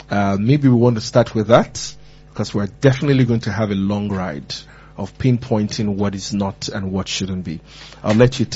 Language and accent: English; Nigeria